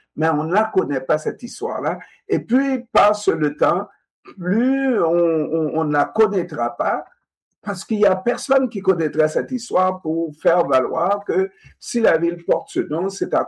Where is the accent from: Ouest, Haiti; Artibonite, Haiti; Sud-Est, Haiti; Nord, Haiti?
Artibonite, Haiti; je me dis, Asma devrait visiter l'Artibonite, mon coin de pays, un endroit qui s'appelle Poto.